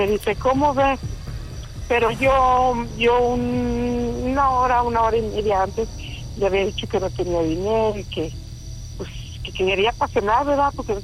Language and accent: Spanish; San Luis Potosí, Mexico; Tengo 49 años, soy de San Luis Potosí.